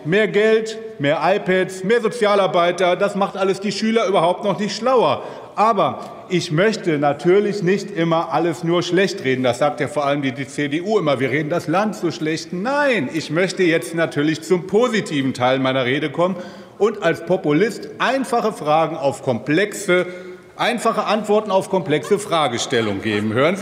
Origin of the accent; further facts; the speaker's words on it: North Rhine-Westphalia, Germany; In meinem Heimatland, Bundesland, NRW